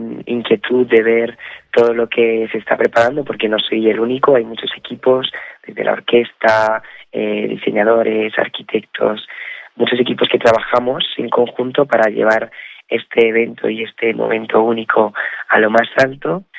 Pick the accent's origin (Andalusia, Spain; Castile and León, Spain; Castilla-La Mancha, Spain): Castilla-La Mancha, Spain; Albacete